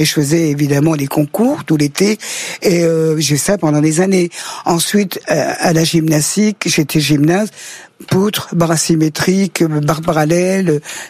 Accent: Auvergne-Rhône-Alpes, France; moved away

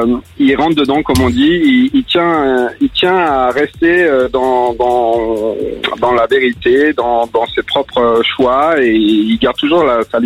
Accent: Versailles, Île-de-France, France; now in Montbazin, France; Mais moi, je suis originaire de Versailles à l'origine, donc je suis pas du tout du coin.

